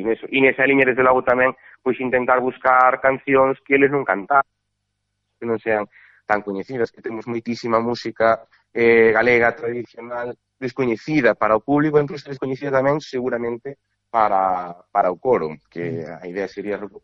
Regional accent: Carballo, Galicia, Spain; además eu son de aquí, pues son de Carballo, que por eso además me hace moitísima ilusión dirixir

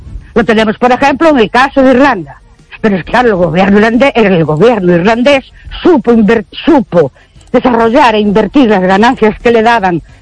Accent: Ourense, Galicia, Spain; Buenas noches … de Orense.

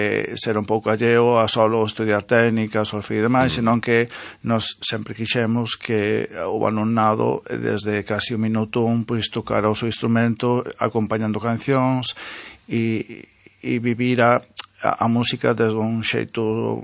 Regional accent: Couto, Galicia, Spain; porque, bueno, son do Couto, para que non o sepa, e na asociación do Couto, pues, sempre houve, bueno, clases de tradi. E eu nacín con eso, cando tiña 6, 7 anos xa empecé a tocar.

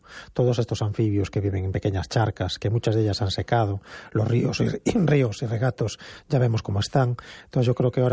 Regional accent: A Coruña, Galicia, Spain; Yo recuerdo de pequeño que yo nací en Monte Alto, jugaba con mis hermanos en la zona de la Torre de Hércules

